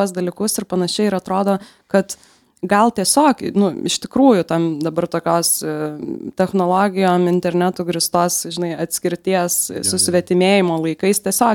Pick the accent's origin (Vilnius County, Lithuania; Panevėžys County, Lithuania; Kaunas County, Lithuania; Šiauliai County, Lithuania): Vilnius County, Lithuania; Vilnius; aš užaugau Vilniaus senamiestį ir atrodo, kad kai aš buvau vaikas, prieš 20 kažkiek metų